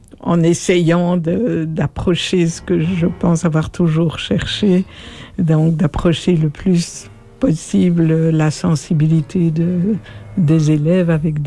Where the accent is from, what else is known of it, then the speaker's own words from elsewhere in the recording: Belgium; Je suis belge, mais je suis d'origine suisse et arménienne … ma mère était suisse.